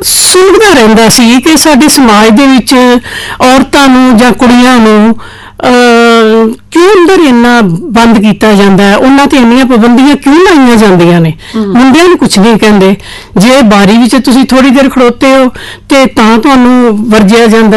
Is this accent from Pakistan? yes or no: no; Amritsar, Punjab, India; ਮੈਂ ਅੰਮ੍ਰਿਤਸਰ ਵਿੱਚ ਹੀ ਜੰਮੀ ਤੇ ਅੰਮ੍ਰਿਤਸਰ ਚ ਹੀ ਵੱਡੀ ਹੋਈ ਆ।